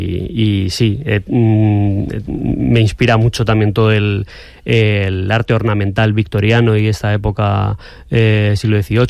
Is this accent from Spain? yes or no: yes; Madrid, Community of Madrid, Spain; now in Valencia, Spain; Adoptivo, sí. Soy de Madrid, pero llevo ya 7 años aquí y nada, encantado de estar aquí, me encanta Valencia.